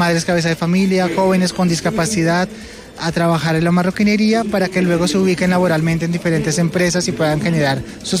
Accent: Arauca, Colombia; moved away as an adult; now in Bogotá, Colombia; yo soy de Arauca, yo tuve que salir por asuntos del conflicto hace ya algún tiempo. Yo llegué aquí a Bogotá con 200 mil pesos

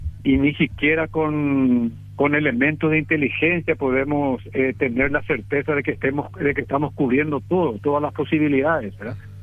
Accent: Paraguay; Somos fuerzas de seguridad, somos paraguayos

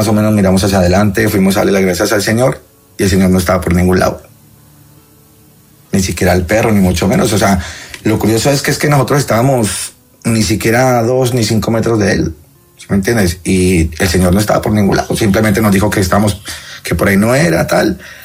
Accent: Pereira, Risaralda, Colombia; now in Spain; yo soy de Pereira y llevo aquí 25 años.

